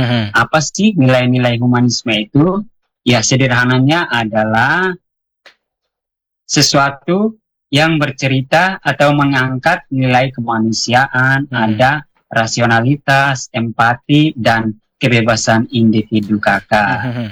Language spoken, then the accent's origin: Indonesian; Kefamenanu, East Nusa Tenggara, Indonesia; now in Jakarta, Indonesia; Saya aslinya orang Kefa.